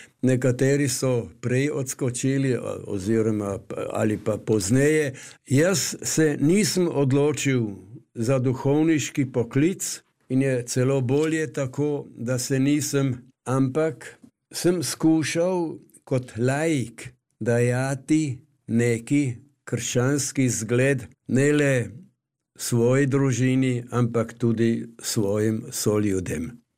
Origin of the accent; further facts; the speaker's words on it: Carinthia, Austria; In kot koroški Slovenec moram reči